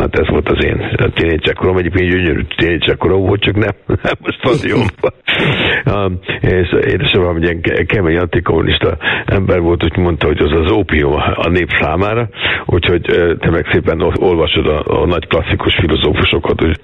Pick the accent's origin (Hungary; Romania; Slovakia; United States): Hungary; Budapest; tudod, én pesti srác vagyok